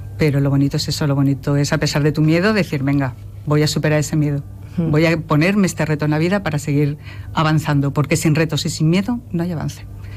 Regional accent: Tarancón, Castilla-La Mancha, Spain; Tarancón es un pueblo, a mí me gusta muchísimo, es mi pueblo.

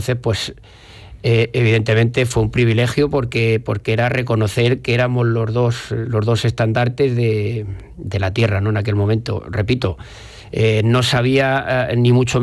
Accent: Toledo, Castilla-La Mancha, Spain

